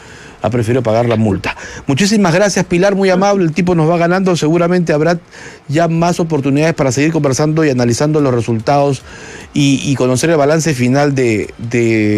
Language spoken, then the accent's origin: Spanish; Peru; somos los peruanos habilitados para acudir a las urnas.